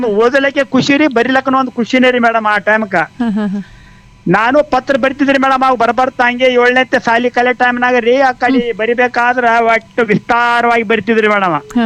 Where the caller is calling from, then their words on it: Vijayapura, Karnataka, India; ನಮ್ಮ ಬಿಜಾಪುರ್ಗೆ